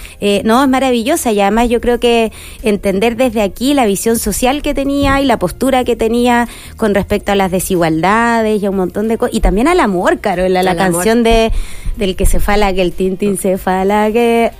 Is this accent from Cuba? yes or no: no; Chile